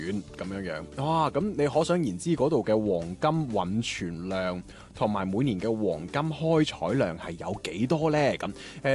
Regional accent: Guangdong, China; 我們廣東人

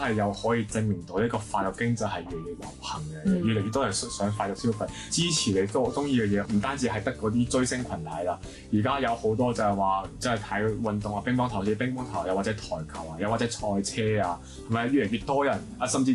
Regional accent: Macau; 澳門有個碼頭嘅，因為我是澳門人啦

